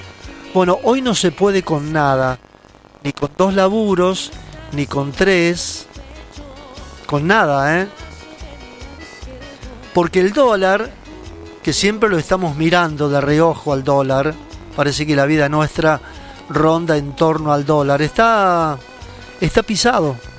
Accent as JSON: {"language": "Spanish", "country": "Argentina", "said": "Somos todos los argentinos los que conformamos la República Argentina."}